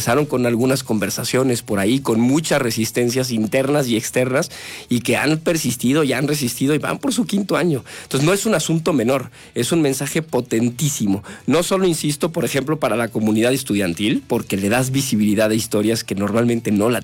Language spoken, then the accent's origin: Spanish; San Luis Potosí, Mexico; yo soy de San Luis.